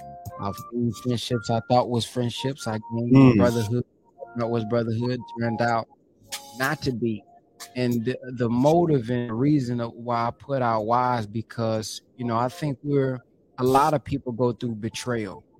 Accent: Texas, United States; I'm from Texas

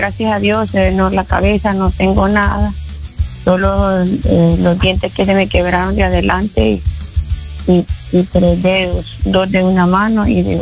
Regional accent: Caracas, Capital District, Venezuela; De Caracas, pero estoy aquí, por supuesto.

